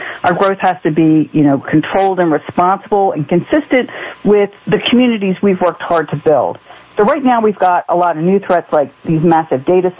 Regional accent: Baltimore, Maryland, United States; moved away as an adult; now in Harford County, United States; Me personally, I grew up in Baltimore City. My dad was looking to move to Harford County, so I rode the bus from Baltimore City out to John Carroll for high school.

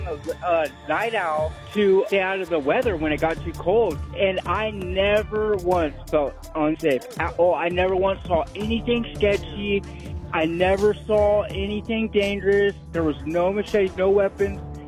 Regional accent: Austin, Texas, United States; I'm 30. I grew up in Austin, lived here my whole life.

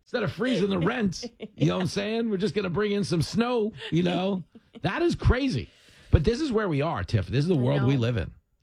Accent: Levittown, New York, United States; where I grew up in Levittown, we were drinking beer in like sixth grade.

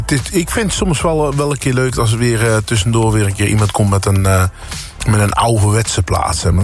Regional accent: Netherlands; we zijn Hollanders

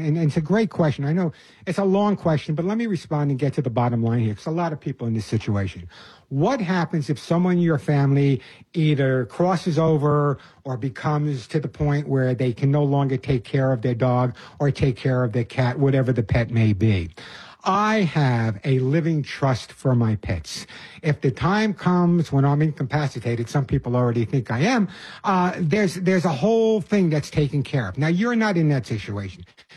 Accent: Queens, New York, United States; accent: New York

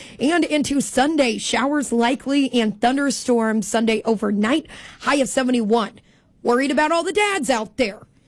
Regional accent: Ireland; I'm Irish. What can I say?

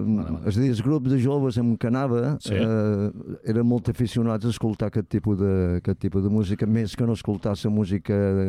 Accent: Ferreries, Balearic Islands, Spain; also born or lived in Maó; Jo som de Ferreries, uh-huh. però després vaig anar a viure a Mó

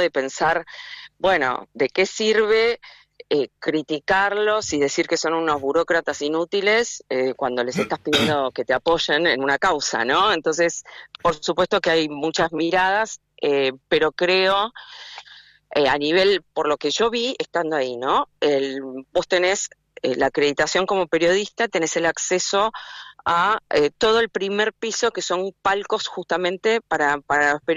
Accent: Argentina

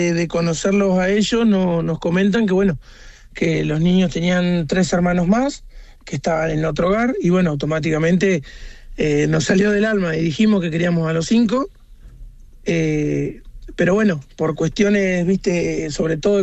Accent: Henderson, Buenos Aires Province, Argentina; Somos de Henderson, provincia de Buenos Aires.

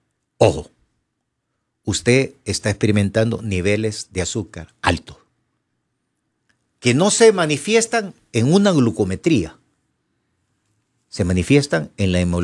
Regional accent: Honduras; somos hondureños

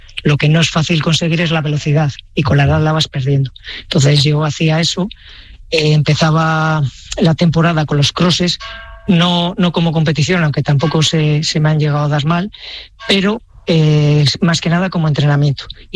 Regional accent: Palencia, Castile and León, Spain; fue más que nada por promocionar mi tierra. Uh-huh. Al final mucha gente se piensa que Palencia es llano, es tierra de campos.

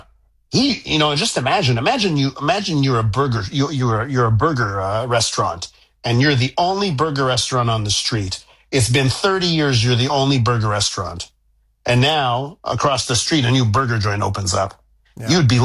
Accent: Quebec, Canada; In Quebec, I come to you from Soviet Quebecistan, as you know. And, you know, here we like to tax you. You know, they know how to tax in Quebec.

